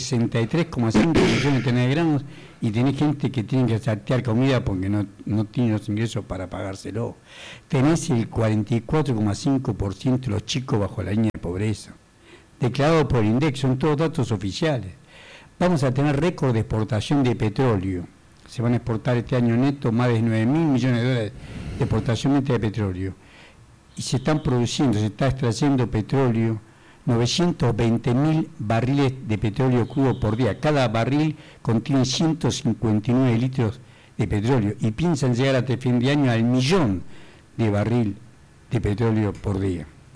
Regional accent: Tucumán, Argentina; born there; soy tucumano de nacimiento

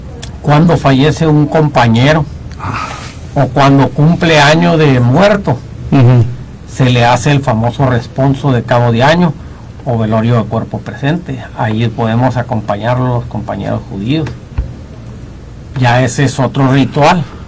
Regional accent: San Miguel Zapotitlán, Mexico; Nosotros somos de San Miguel Zapotitlán.

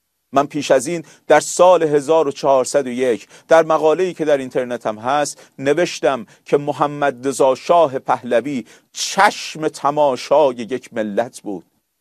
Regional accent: Mazandaran, Iran; من خودم مازندرانی هستم ولی این رو توانش رو ندارم عیناً و لفظ به لفظ به فارسی برگردونم

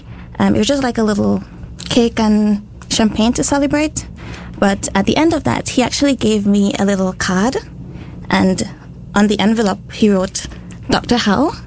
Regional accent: Montserrat; I think that it was as simple as, like, growing up on Montserrat. So growing up with a volcano in your background, like, 30 minutes drive away from where you live.

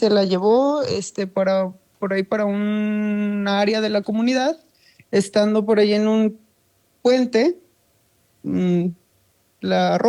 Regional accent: Tabasco, Mexico; en la zona de donde somos, de Tabasco

